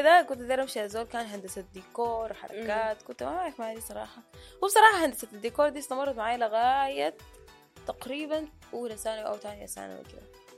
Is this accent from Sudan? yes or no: yes; Sudan; زي مثلا عندنا في السودان لما حصلت حرب ما كان عندي اوبشن بتاع لا لا لا لا انا ما حقدر اغير بيتي ولا حقدر اطلع